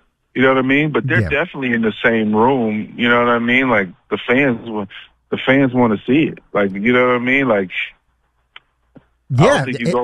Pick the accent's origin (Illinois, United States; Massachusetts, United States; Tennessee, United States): Massachusetts, United States; Boston